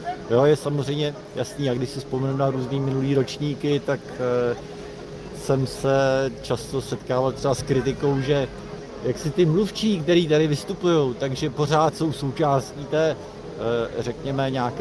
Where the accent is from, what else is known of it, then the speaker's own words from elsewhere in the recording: Prague, Czechia; Já jsem z Prahy.